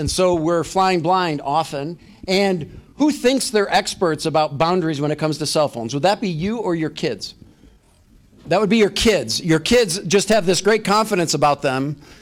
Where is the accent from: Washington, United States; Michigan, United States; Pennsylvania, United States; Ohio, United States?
Michigan, United States; Lincoln Park; And we grew up in Lincoln Park, Michigan, on a 1,000-square-foot home with one main bathroom.